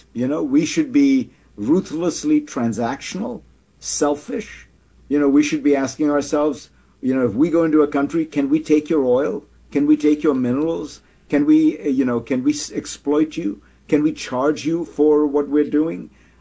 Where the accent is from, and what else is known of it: United States